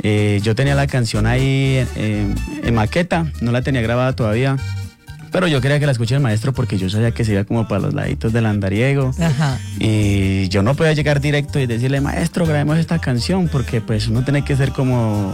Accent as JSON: {"language": "Spanish", "town": "Cumbitara", "region": "Nariño", "country": "Colombia", "tie": "born there", "lives_now": "Pasto, Colombia", "said": "nací en el municipio de Cumbitara, Nariño. Actualmente resido en la ciudad de Pasto"}